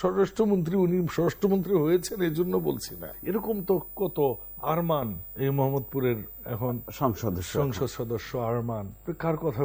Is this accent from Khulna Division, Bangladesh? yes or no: no; Naogaon, Rajshahi Division, Bangladesh; আমার বাড়ি নওগাঁ, আমি আক্কেলপুর স্টেশন থেকে ট্রেনে স্লিপিং ঘুমাতাম।